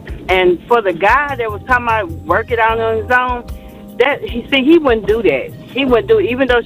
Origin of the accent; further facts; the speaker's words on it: Houston, Texas, United States; I'm from Houston, Texas.